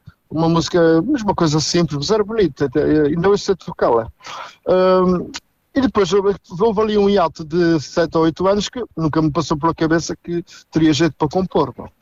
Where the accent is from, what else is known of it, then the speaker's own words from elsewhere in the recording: São João da Pesqueira, Viseu, Portugal; Depois nós somos de São João da Pesqueira, sou natural de São João da Pesqueira, provavelmente muita gente conhece, uma terra bonita, de bom vinho e azeite, principalmente isso.